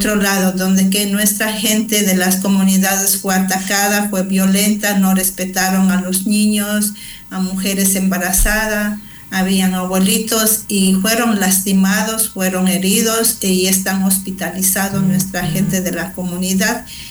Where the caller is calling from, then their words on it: Napo, Ecuador; Un gusto saludarles desde la provincia de Napo.